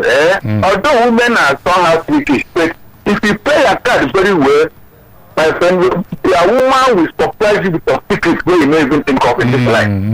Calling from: Anambra, Nigeria; okay, I'm from Anambra State.

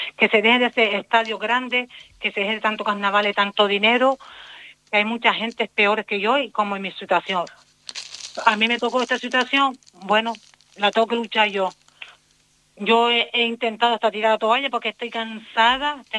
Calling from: Canary Islands, Spain; como todo canario que somos

